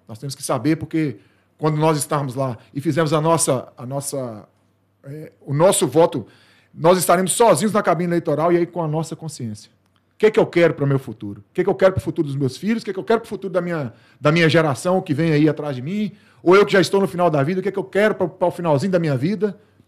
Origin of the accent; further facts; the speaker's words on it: Minas Gerais, Brazil; Como bom mineiro, né?